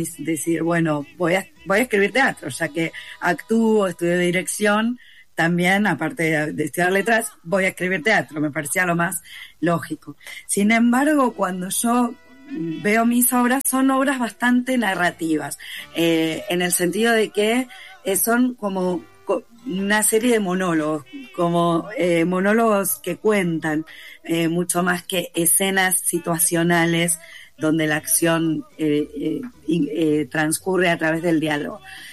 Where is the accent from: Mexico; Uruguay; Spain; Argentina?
Argentina; Lanús, Buenos Aires Province; born there